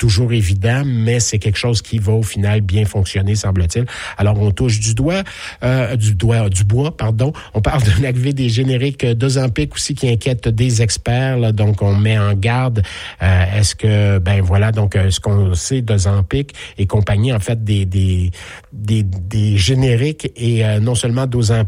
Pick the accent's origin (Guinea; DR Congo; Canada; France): Canada; Quebec; en Mauricie, Bois-Franc, dans mon coin de pays, à moi d'où je viens.